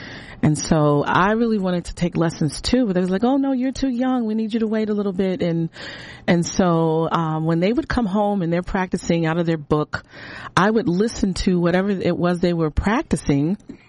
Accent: Suffolk, Virginia, United States; I grew up in Suffolk, Virginia. So I'm a Southern girl.

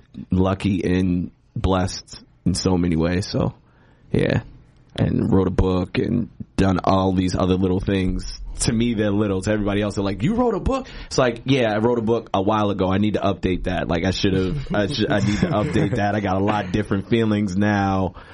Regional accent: Boston, Massachusetts, United States; So I'm born and raised in Roxbury, right there near, in between Dudley and Ruggles, right there in Madison.

